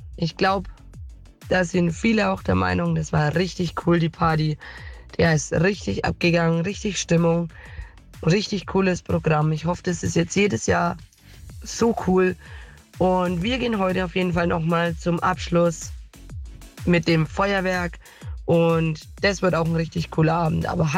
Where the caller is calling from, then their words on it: Schwarzenbach an der Saale, Bavaria, Germany; wir sind aus Schwarzenbach.